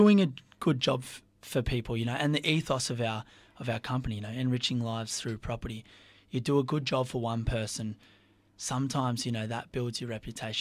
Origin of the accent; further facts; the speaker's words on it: Victoria, Australia; You know, I grew up in Gippsland, or I moved here when I was 13, actually. Yeah. And so I did my last year of school in Traralgon. Yeah. I went to high school in Traralgon.